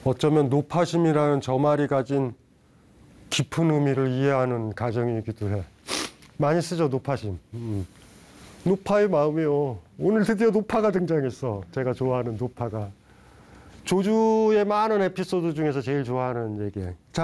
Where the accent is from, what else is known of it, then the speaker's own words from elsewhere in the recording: Hamyang, South Gyeongsang, South Korea; 제 고향이 함양이야, 함양.